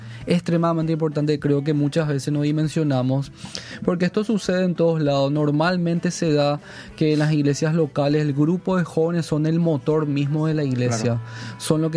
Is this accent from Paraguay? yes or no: yes; Paraguay; como latinos, como paraguayos